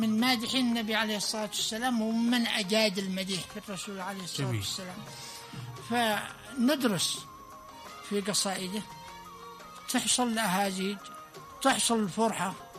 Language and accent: Arabic; Al Bayda Governorate, Yemen